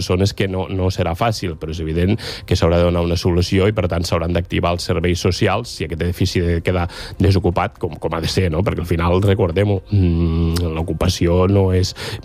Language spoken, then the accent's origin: Catalan; Balaguer, Catalonia, Spain; Balaguer, que és el meu poble